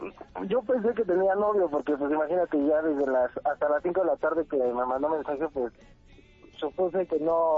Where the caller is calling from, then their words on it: Chalco, State of Mexico, Mexico; Aquí en Chalco.